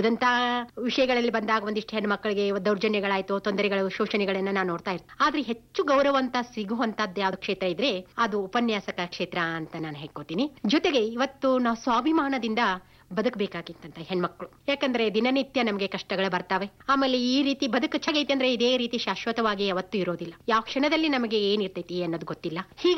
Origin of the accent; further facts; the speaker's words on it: Halagali, Karnataka, India; also born or lived in Lokapura; ನಾನು ಮೂಲತಃ ಹುಟ್ಟಿದ್ದು ಲೋಕಾಪುರ ಅನ್ನುವಂಥ ಊರಿನಲ್ಲಿ. ಇದು ನನ್ನ ತಾಯಿಯ ತವರೂರು, ಮತ್ತು ನನ್ನ ಬಾಲ್ಯವನ್ನು ಕಳೆದದ್ದು ಹಲಗಲಿ ಅನ್ನೋ ಗ್ರಾಮ.